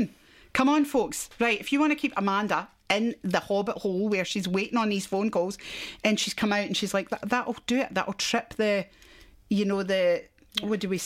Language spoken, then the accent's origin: English; Dunoon, Scotland, United Kingdom; my hometown in Scotland of Dunoon.